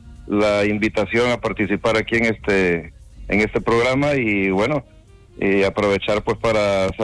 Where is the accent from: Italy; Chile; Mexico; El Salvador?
El Salvador; now in Sierra de Aracena, Spain; Soy del Salvador.